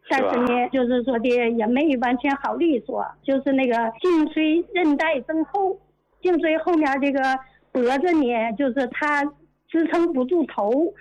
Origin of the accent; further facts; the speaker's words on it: Tianjin, China; 我是天津的患者